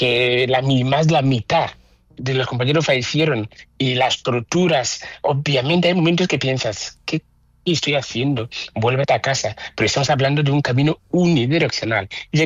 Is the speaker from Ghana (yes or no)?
yes; Ghana; born or raised there; now in Barcelona, Spain